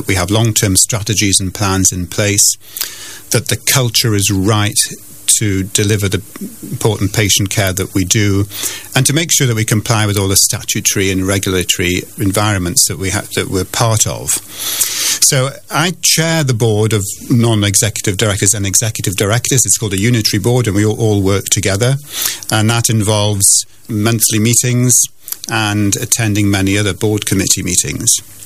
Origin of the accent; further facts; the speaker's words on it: Newcastle upon Tyne, North East England, United Kingdom; born there; I was born in Newcastle upon Tyne, quite a long time ago now. … And my parents came to the UK at the end of the war